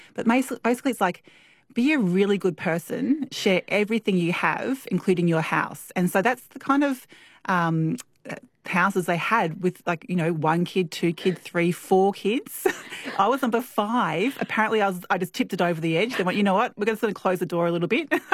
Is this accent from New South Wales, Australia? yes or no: no; Brisbane, Queensland, Australia; the community was so strong where I grew up in West End, Brisbane